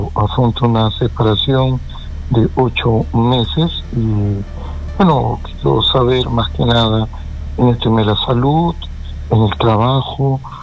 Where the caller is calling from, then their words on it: Peruvian Amazon, Peru; Acá llamándote de la selva peruana